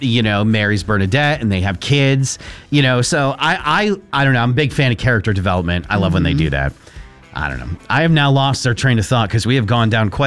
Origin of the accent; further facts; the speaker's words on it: Connecticut, United States; I'm Team Boston. Over Team New Haven, even though I grew up in Connecticut.